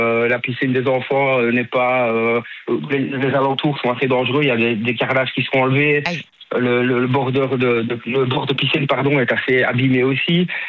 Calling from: Rendeux, Wallonia, Belgium; Je viens de Randeux.

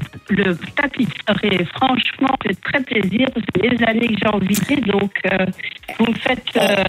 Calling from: Papignies, Wallonia, Belgium; Ah ben j'habite à Papigny.

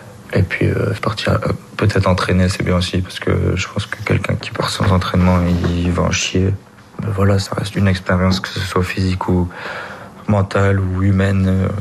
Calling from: Tournai, Wallonia, Belgium; j'ai 27 ans, j'habite à Tournai, je suis boulanger.

